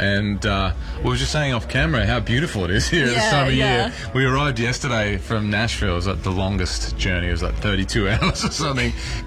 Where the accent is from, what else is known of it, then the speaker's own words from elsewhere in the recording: Australia; now in United States; because I'm Australian, and I grew up playing here, and I played here for a long time before I moved to America.